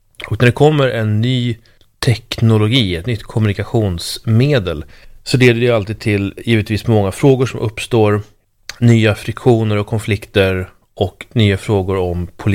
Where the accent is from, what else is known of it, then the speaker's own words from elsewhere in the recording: Uppsala, Uppsala County, Sweden; det är från min hemstad Uppsala